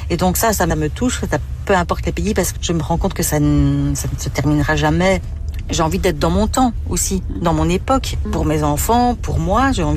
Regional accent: Belgium

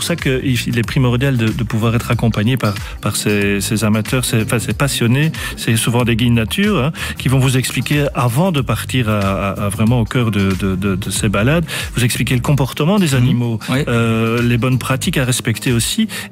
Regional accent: Wallonia, Belgium

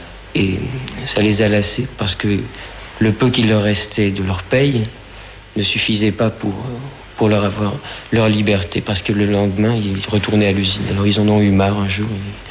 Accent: France; Je suis français, j'ai 23 ans.

